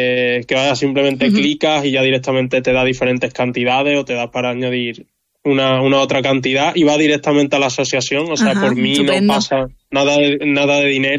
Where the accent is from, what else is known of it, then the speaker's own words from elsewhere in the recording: Teba, Andalusia, Spain; mi pueblo, a Teba, que me ha ayudado un montón